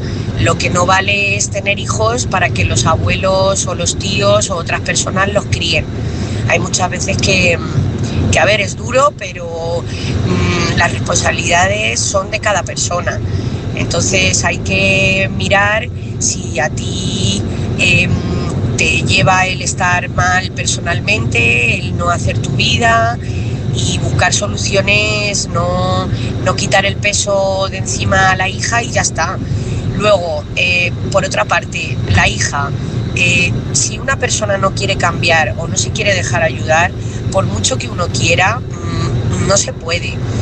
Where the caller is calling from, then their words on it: Talavera de la Reina, Castilla-La Mancha, Spain; corresponsal de Talavera.